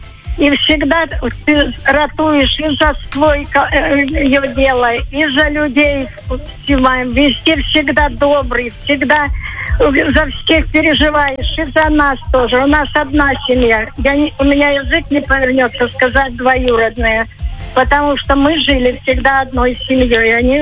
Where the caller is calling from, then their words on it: Belozerny, Russia; Мы из Белозерного